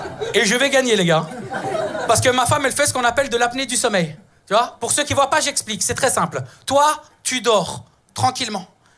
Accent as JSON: {"language": "French", "country": "Italy", "said": "je suis italien, hyper romantique"}